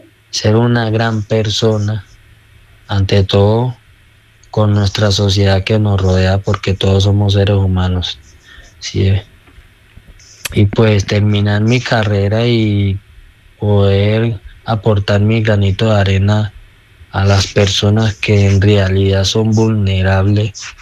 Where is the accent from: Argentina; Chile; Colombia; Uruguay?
Colombia; yo soy colombiano, yo no soy de Bogotá. Entonces yo acá en Bogotá tampoco distingo a nadie